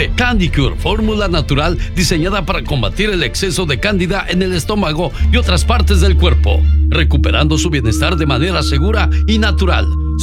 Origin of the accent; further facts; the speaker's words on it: Mexico; now in United States; de nuestro lindo México